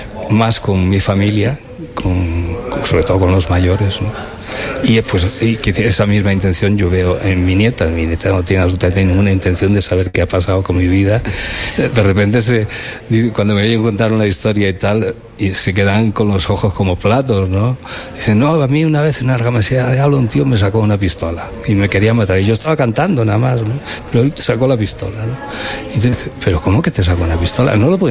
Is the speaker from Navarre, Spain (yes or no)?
yes; Pamplona, Navarre, Spain; born there; Nací en Pamplona en el 69, ¿no?